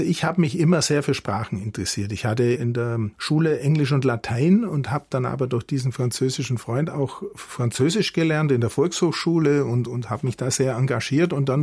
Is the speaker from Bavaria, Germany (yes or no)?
yes; Vöhringen, Bavaria, Germany; born or raised there; also born or lived in Ulm